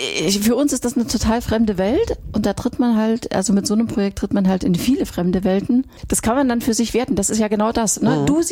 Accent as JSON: {"language": "German", "region": "East Germany", "country": "Germany", "tie": "born or raised there", "said": "ich bin in der DDR aufgewachsen."}